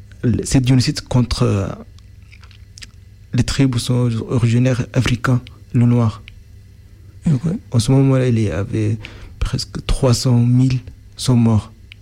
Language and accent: French; Sudan; moved away as an adult; now in France; En fait, je suis originaire du Soudan. J'étais au Soudan, je suis né au Soudan. Et depuis 7 ans, j'étais immigré.